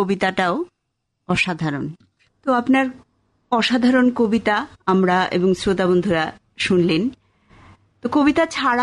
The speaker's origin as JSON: {"language": "Bangla", "region": "Northeast India", "country": "India"}